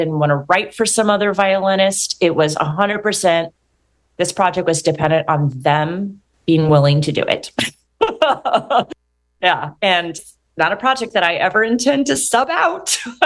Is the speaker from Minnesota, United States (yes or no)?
no; St. Louis, Missouri, United States; moved away; my family actually moved to my hometown of St. Louis, Missouri, and we lived near the grandparents.